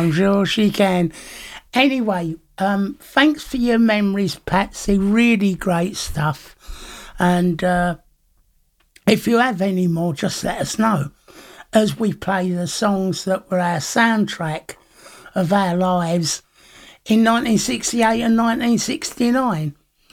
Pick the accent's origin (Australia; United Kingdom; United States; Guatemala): United Kingdom; London; when I grew up in London